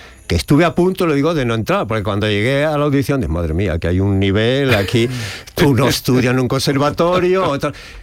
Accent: Aranda de Duero, Castile and León, Spain; Yo de niño cantaba, me acuerdo, en una escolanía de mi tierra. Yo soy de Burgos, de Aranda de Duero, y allá en una escolanía cantaba, ¿no?

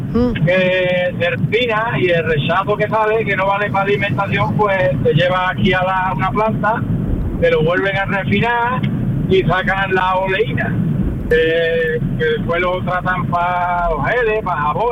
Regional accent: Lora del Río, Andalusia, Spain; now in La Luisiana, Spain; Yo soy nativo de Lora del Río y mi pueblo adoptivo es la Luisiana. Voy partido por la mitad.

